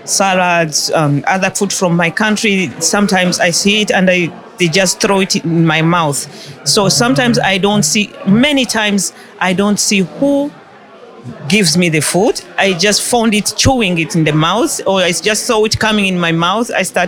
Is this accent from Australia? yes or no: no; Netherlands; I come from the Netherlands.